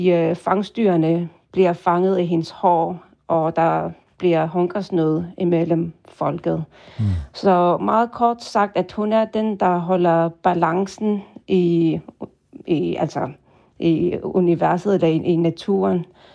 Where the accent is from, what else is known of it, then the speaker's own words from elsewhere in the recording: Qaqortoq, Kujalleq, Greenland; nu er jeg fra Qaqortoq i Sydgrønland